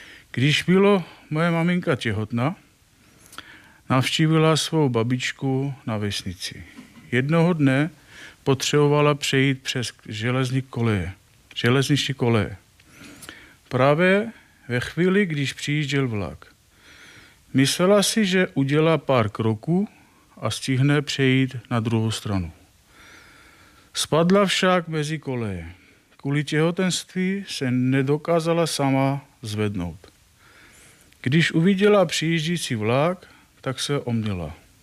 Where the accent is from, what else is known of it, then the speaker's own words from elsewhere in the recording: Armenia; Czech is a second language; now in Czech Republic; a pocházím z Arménie